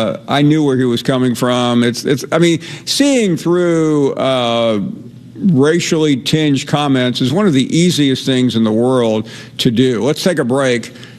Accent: Memphis, Tennessee, United States; I grew up in Memphis, Tennessee, which borders Arkansas to the west and Mississippi to the south.

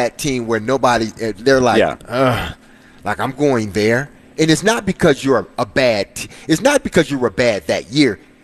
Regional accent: Detroit, Michigan, United States; I grew up in Detroit.

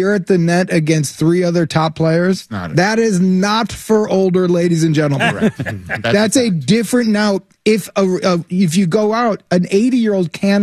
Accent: Evanston, Illinois, United States; also born or lived in Lincoln Park, Chicago; From Evanston. Okay. Then in the end, Lincoln Park.

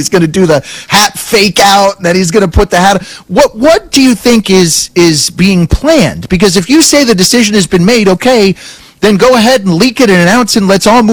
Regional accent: Denver, Colorado, United States; And I grew up as a Nugget fan, and I'm from Denver

